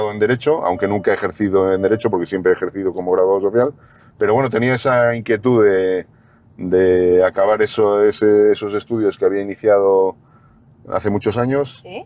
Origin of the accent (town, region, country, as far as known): León, Castile and León, Spain; born there; also born or lived in Mexico / Villasimpliz de Gordón